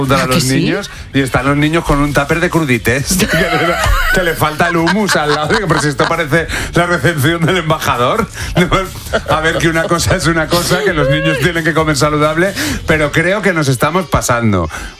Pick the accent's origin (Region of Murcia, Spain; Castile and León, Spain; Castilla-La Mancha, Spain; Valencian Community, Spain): Castile and León, Spain; Salamanca; yo soy de Salamanca. Tenemos un respeto al embutido.